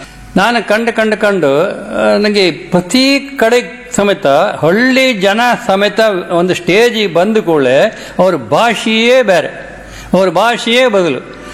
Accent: Karnataka, India; accent: Kundapura Kannada; first language Kundapura Kannada; ಹಾಗಾಗಿ ನಮ್ಮ ಕುಂದಾಪುರ ಕನ್ನಡ ನಮ್ಮ ರಕ್ತದಾಗಿತ್ತು, ನಾವು ಹುಟ್ಟಿಲ್ಲಾಗಾಯ್ತು ಅದನ್ನೇ ಮಾತಾಡಕ್ಕಂತ ಬಂದವರು.

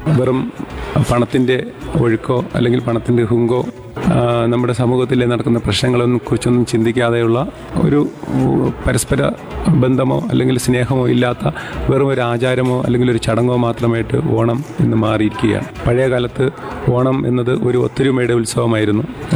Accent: Thiruvananthapuram, Kerala, India; ഞാൻ തിരുവനന്തപുരം സ്വദേശി തന്നെയാണ്.

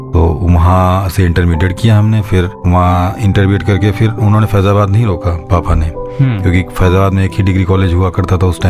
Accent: Uttar Pradesh, India; born there; तो मेरा यहाँ से करीब 28 किलोमीटर दूर उमरी बेगमगंज गांव है जी, वहीं मेरी पैदाइश है

